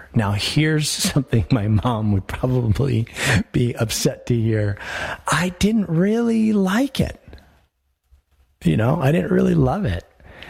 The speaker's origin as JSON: {"language": "English", "region": "Colorado", "country": "United States", "tie": "born or raised there", "said": "But so I grew up here in Colorado. My mother was a child of immigrant parents."}